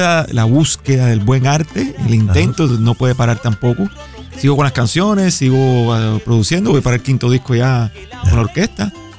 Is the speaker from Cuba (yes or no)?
yes; Cuba; moved away; Cuando llegué de Cuba traía muchas canciones, escribía mucho y nadie me grababa, es la verdad.